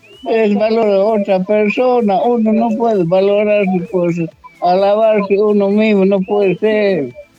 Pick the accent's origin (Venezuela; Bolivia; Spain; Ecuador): Bolivia; Tarija; born there; He nacido en mi tierra y en mi tierra voy a morir. He puesto que he salido a trabajar a otro lado, pero he vuelto a mi tierra porque le quiero.